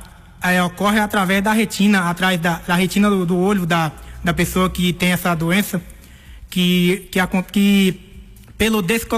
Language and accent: Portuguese; São Paulo, Brazil; born there; also born or lived in Caeté; eu nasci em 1991 em São Paulo, no Hospital Ipiranga, na Zona Leste, em São Paulo.